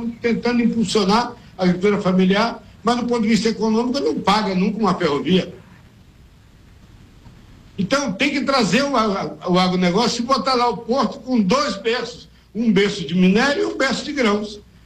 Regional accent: Ibotirama, Bahia, Brazil; Eu sou de Botirama, então não sou de Caetité. Caetité é rica, mas vou falar como quem é de lugar pobre

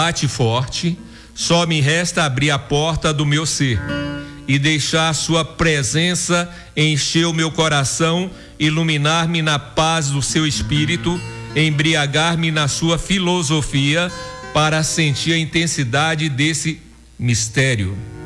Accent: Montalvânia, Minas Gerais, Brazil; also born or lived in Belo Horizonte; Nasci em Belo Horizonte e cresci em Montalvânia, ouvindo as narrativas orais e vivenciando as lutas do seu fundador, meu pai

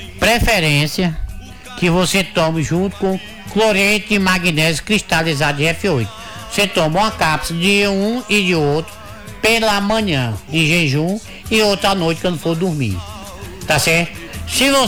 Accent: Northeast Region, Brazil

